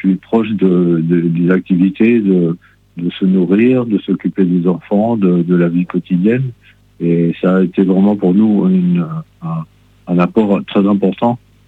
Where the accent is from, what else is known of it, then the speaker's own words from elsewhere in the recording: France; en tant que Français